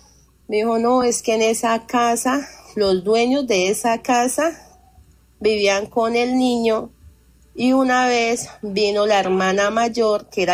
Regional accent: Bucaramanga, Santander, Colombia; also born or lived in Meta; now in Piedecuesta, Colombia; Bueno, yo soy del departamento del Meta. Y cuando tenía como 16 años, mi papá, a nosotros nos trajeron para Bucaramanga, bueno.

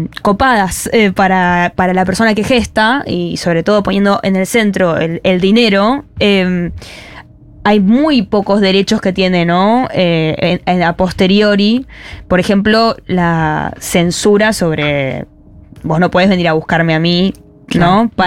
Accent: Argentina; soy argentina

